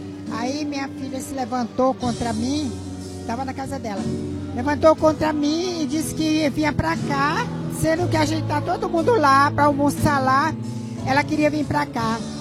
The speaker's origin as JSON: {"language": "Portuguese", "town": "Taboão da Serra", "region": "São Paulo", "country": "Brazil", "said": "Eu venho de Taboão da Serra."}